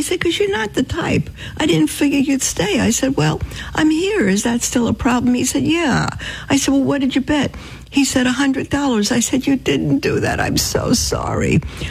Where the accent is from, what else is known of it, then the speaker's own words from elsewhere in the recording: New York City, New York, United States; moved away; I was raised in Brooklyn.